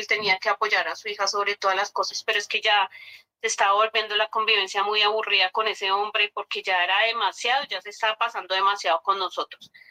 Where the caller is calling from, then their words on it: Oicatá, Boyacá, Colombia; lo estamos llamando desde aquí, desde Oicata, Boyacá